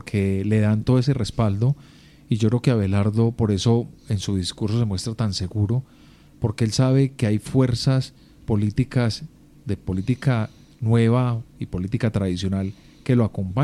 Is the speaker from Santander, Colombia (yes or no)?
no; Antioquia, Colombia; Yo creo que el antioqueño, no dejamos de ser regionalistas, los antioqueños también nos caracterizamos por ello